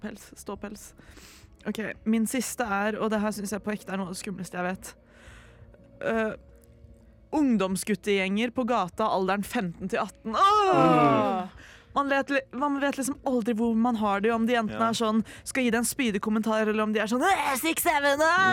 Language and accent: Norwegian; Kongsvinger, Innlandet, Norway; Min hjemby. Kongsvinger.